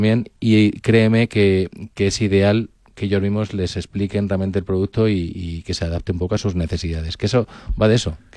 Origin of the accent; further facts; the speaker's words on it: Spain; somos latinos, somos españoles, y hay una cosa que nos gusta mucho y es el contacto físico.